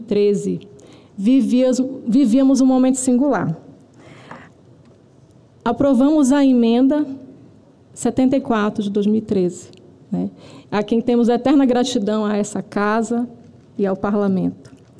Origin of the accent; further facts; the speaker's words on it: Pará, Brazil; Eu vim do Pará, de uma terra de rios imensos e de desigualdades ainda maiores.